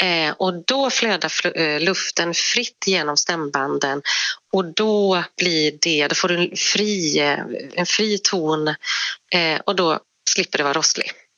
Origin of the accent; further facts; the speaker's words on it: Borås, Västra Götaland County, Sweden; Så vi är ju från Borås, vet du, så vi håller ju hårt i vår textila tradition